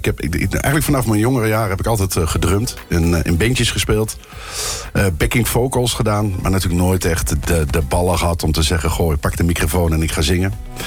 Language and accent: Dutch; Kampen, Overijssel, Netherlands; ik kom uit Kampen. Eigenlijk muzikale stad Kampen.